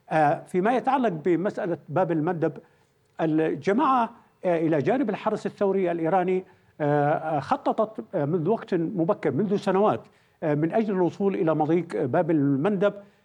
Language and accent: Arabic; Yemen; أنا مواطن يمني كاتب رأي